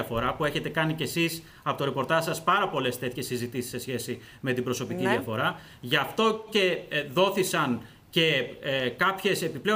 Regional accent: Athens, Attica, Greece; Εγώ είμαι παιδί της Αθήνας. Ζω, εργάζομαι, μεγάλωσα στην Αθήνα.

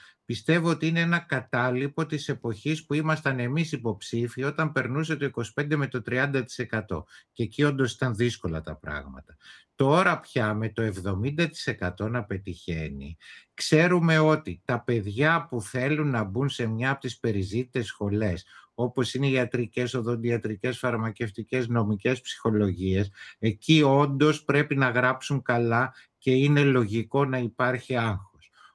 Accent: Athens, Attica, Greece; moved away as an adult; also born or lived in Thessaloniki; Επειδή και εγώ κάποτε έφυγα από την Αθήνα και πήγα στη Θεσσαλονίκη για να σπουδάσω

